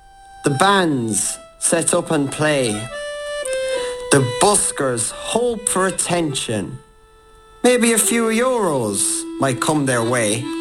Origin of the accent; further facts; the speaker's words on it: Kilfine, Connacht, Ireland; I am from Kilfine, County Mayo.